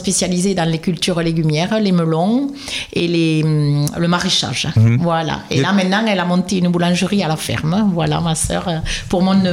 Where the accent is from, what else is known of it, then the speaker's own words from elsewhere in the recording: Occitanie, France; moved away as an adult; now in Gers, France; Moi, je suis arrivée sur l'exploitation en 85. Je me suis mariée. Je viens du Tarn-et-Garonne. Je me suis installée dans le Tarn-et-Garonne. J'ai rejoint mon mari en 85